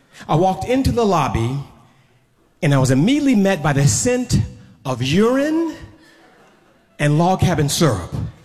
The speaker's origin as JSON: {"language": "English", "town": "Oakland", "region": "California", "country": "United States", "tie": "born or raised there", "said": "I grew up on East 14th in Oakland, California."}